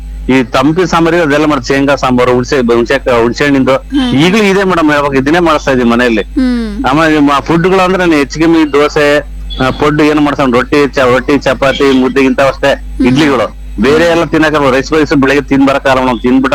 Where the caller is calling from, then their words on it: Karnataka, India; ನಾವು ಬಯಸಿಮೆ ಕಡೆಯವರು